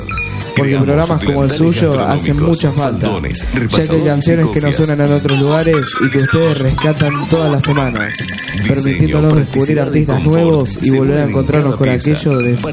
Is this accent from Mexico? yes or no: no; Argentina; Gracias por no dejar que se pierda esa esencia tan linda que nos identifica como argentinos.